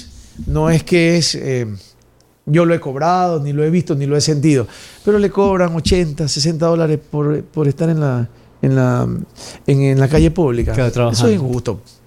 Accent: Manta, Manabí, Ecuador; born there; Yo soy cholito, yo soy nacido aquí en Manta. Claro, yo soy nacido en el Hospital Rodríguez Zambrano, en la 13 y la 24.

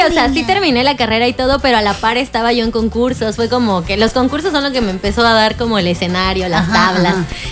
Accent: Mexico City, Mexico; born there; also born or lived in Cozumel, Quintana Roo; now in Cancún, Mexico

